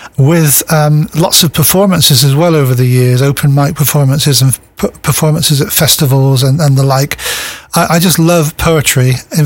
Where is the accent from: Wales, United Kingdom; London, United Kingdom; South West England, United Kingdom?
South West England, United Kingdom; Plymouth; born there; I was born in Plymouth. I love Plymouth. It's my favourite place to be. I've travelled the world, but I always want to come home.